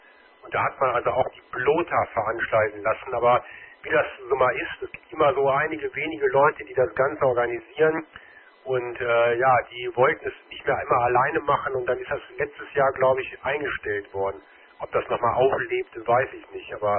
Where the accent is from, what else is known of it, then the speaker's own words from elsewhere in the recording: Rhineland, Germany; born there; moved away as an adult; now in Münsterland, Germany; Ich komme gebürtig aus dem Rheinland. Man sagt mir heute noch nach, dass ich ab und zu auch mal da irgendwo bei bestimmten Worten oder Wörtern besser gesagt in diesen Dialekt zurückfalle, aber ich selber merke das nicht mehr